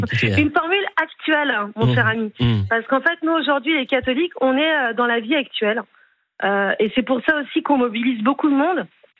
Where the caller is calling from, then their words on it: Levallois-Perret, Île-de-France, France; je vis à Levallois-Perret.